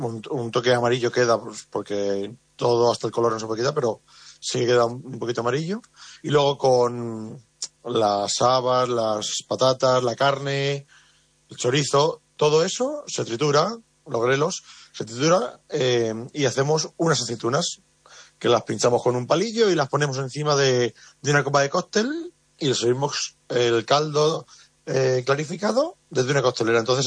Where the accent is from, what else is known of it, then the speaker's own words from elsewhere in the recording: Chinchón, Community of Madrid, Spain; moved away as an adult; now in A Coruña, Spain; ni mi pareja ni yo somos de aquí. Ella es de Cáceres y yo soy de Chinchón, de Madrid. Y bueno, llegamos aquí a Coruña. Antes del COVID nos encantó Coruña y ya nos quedamos aquí a vivir.